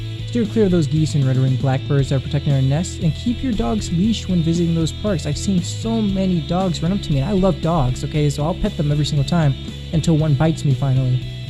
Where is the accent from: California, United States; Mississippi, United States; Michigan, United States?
California, United States; now in Naperville, United States; I'm still with you. Firstly, before we start talking about California, my hometown roots